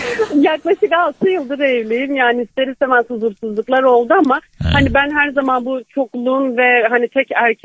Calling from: Gaziantep, Turkey; ben Gaziantep'ten arıyorum.

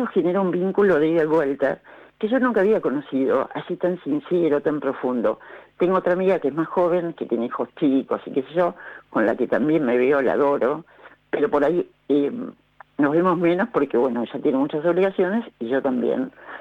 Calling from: Tortuguitas, Buenos Aires Province, Argentina; Soy de Tortuguitas.

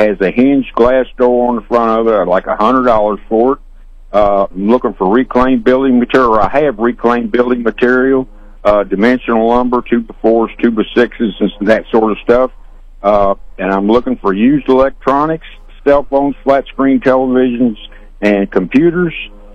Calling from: Slater, United States; Good morning. I'm calling from Slater, and I have one nice red oak display case I'd like to sell.

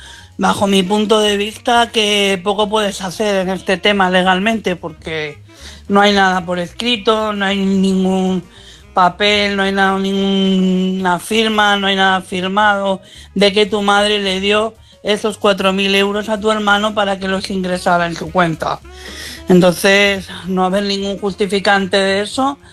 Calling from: Madrid, Community of Madrid, Spain; de Madrid.

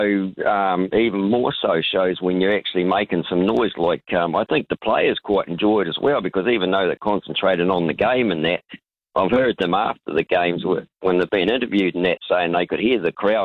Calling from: Canterbury, New Zealand; down here in Canterbury

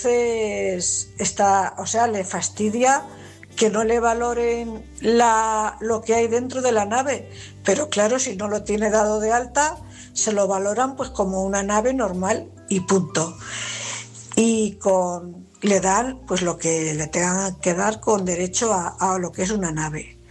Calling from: Cuenca, Castilla-La Mancha, Spain; corresponsal de Cuenca.

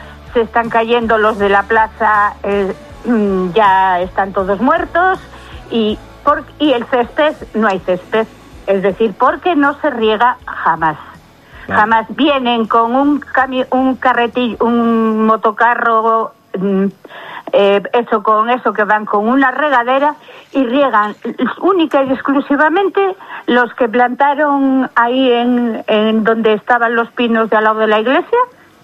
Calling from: Ponferrada, Castile and León, Spain; Yo vivo en Compostilla. Aquí tenemos árboles que se plantaron cuando se hizo el poblado, es decir, casi centenarios.

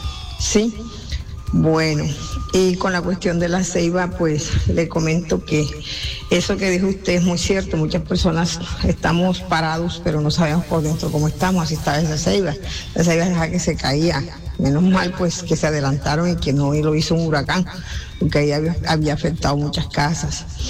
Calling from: Colombia; porque yo soy habitante acá de Bolívar

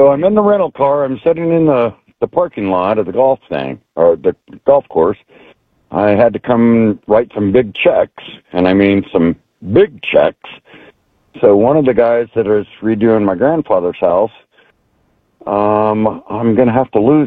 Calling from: Malibu, California, United States; I am calling from Malibu.

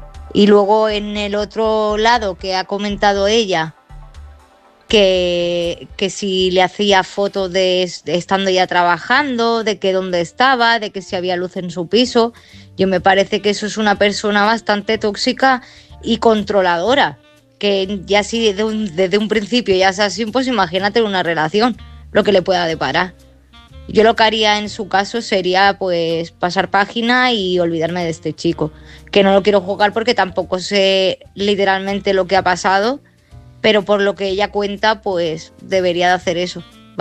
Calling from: Málaga, Andalusia, Spain; Hola, buenas noches, Álvaro, soy corresponsal de Málaga

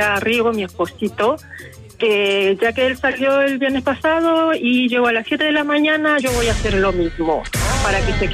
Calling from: Santiago, Santiago Metropolitan Region, Chile; De Santiago Centro.

